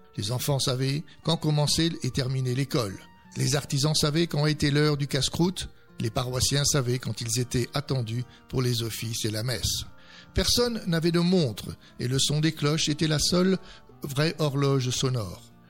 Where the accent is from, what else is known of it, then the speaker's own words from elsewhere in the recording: France; chez nous en France.